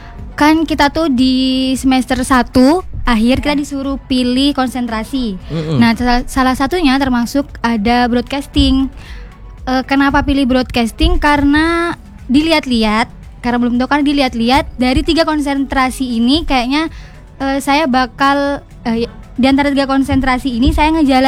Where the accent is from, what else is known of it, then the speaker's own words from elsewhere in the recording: Kapuas Hulu, West Kalimantan, Indonesia; Kalau aku dari Kapuas Hulu.